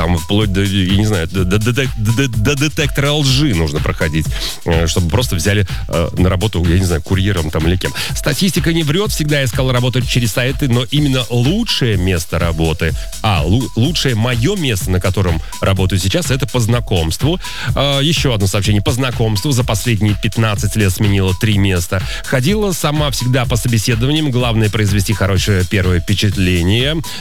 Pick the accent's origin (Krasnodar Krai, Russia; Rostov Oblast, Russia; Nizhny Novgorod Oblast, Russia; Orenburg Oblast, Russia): Orenburg Oblast, Russia; Orenburg; moved away; Люди знают, что я из Оренбурга